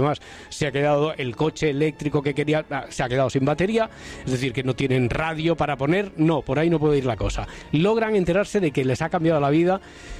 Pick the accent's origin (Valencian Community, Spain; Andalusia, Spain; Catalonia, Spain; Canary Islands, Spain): Catalonia, Spain; Cerdanyola del Vallès; also born or lived in Barcelona; yo de pequeño vivía en Barcelona ciudad. No sé a qué olía el otoño. Yeah. En Barcelona, no recuerdo, no tengo. En cambio, cuando a los 9 años me fui a vivir al Vallés, a Sardañola, y Sardañola sobre todo era más pueblo que ciudad